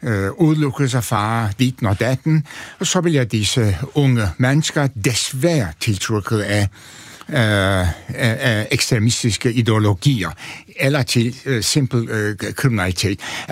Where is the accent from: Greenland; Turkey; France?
Turkey; Antalya; Danish is a second language; now in Denmark; Altså, min far var apoteker, tjente mange penge i den lille by Antalya, som er kæmpestor, trist by.